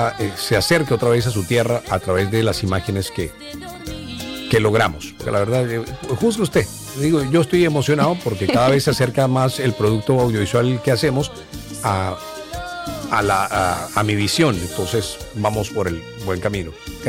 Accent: Caribbean Region, Colombia; Que se metan con el Caribe, con mi gente.

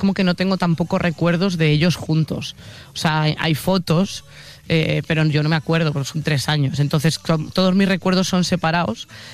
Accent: Oleiros, Galicia, Spain; como habían venido a las fiestas de Santa Cruz, que es de mi pueblo

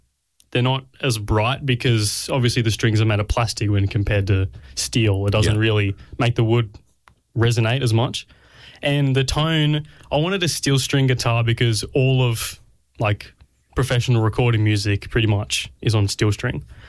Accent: Grafton, New South Wales, Australia; Growing up in Grafton, well, I was raised by a single mum. My mum and my dad split when I was very young. So I mainly grew up with mum and went to school locally as well.

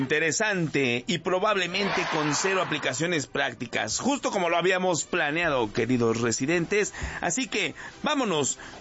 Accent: Mexico City, Mexico; Yo soy de Iztapalapa, la bella.

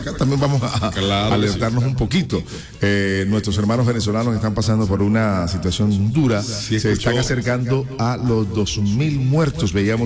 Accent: Colombia; No, yo soy colombiano

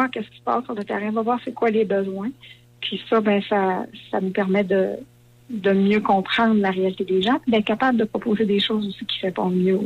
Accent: Notre-Dame-du-Lac, Quebec, Canada; Nous, parce que je viens de Notre-Dame-du-Lac, fait que je suis désolée.

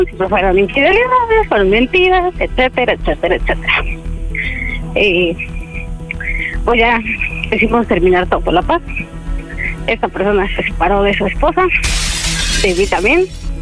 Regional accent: Ecatepec, State of Mexico, Mexico; Tengo 31 años y de Ecatepec.

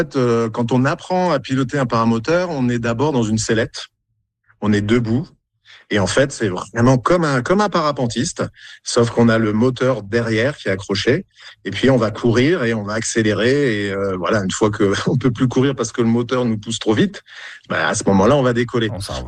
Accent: France; moved away as an adult; now in Yukon, Canada; Alors moi, donc je suis français. Moi, ça fait depuis 16 ans que je fais du paramoteur. Et puis, ça fait 4 ans et demi que je suis dans le Yukon.

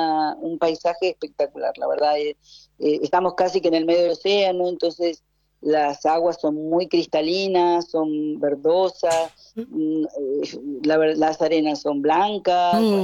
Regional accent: Argentina; moved away as an adult; now in Cape Verde; yo soy argentina

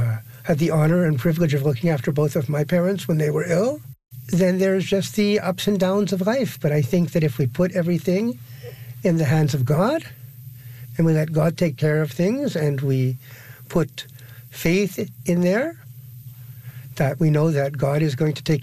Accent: Montreal, Quebec, Canada; I was born in Montreal in 1967. I grew up in Côte-des-Neiges.

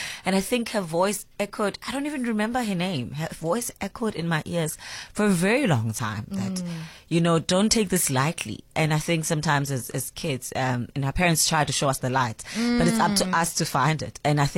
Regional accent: Empangeni, KwaZulu-Natal, South Africa; moved away; So I'm from KwaZulu-Natal, and I'm from a small town called Empangeni. I grew up there with my late father

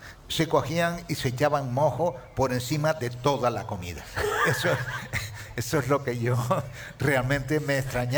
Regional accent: Canary Islands, Spain; born there; hombre, yo soy nacido en Gran Canaria, ¿no? Pero cuando he venido aquí al sur hace 45 años

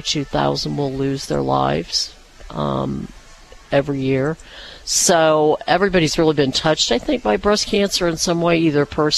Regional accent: Peoria, Illinois, United States; also born or lived in California / St. Louis; now in Springfield, United States; eventually I moved back to Central Illinois. I'm from Peoria.

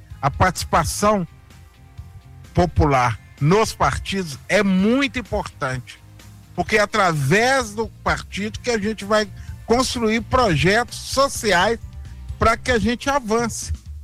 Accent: Belo Horizonte, Minas Gerais, Brazil; sou nascido em Belo Horizonte

